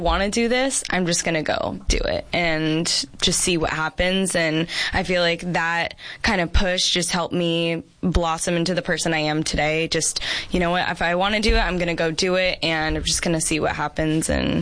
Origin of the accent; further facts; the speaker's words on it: Carlsbad, California, United States; moved away as an adult; now in Yuma, United States; So I'm from San Diego. I'm born and raised in Carlsbad